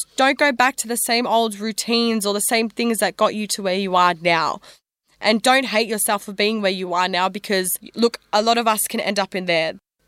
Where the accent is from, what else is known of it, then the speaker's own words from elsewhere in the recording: Australia; I'm an Australian poet rapper bringing you music and stories this week on Jailbreak Radio.